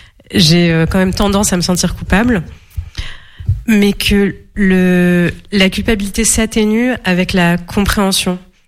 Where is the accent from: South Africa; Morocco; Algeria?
Morocco; now in France; quant au Maroc, effectivement, j'habite en France maintenant. Je retourne au Maroc très régulièrement, puisque toute ma famille vit au Maroc, mes parents, enfin, toute ma famille proche.